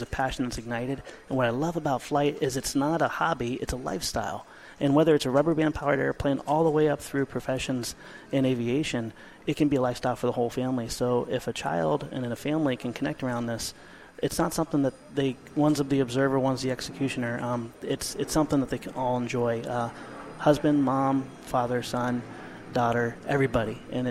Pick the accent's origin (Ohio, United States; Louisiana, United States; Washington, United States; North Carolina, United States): Ohio, United States; I grew up in Ohio on a little tiny airport. My dad flew a BC-12D in the backyard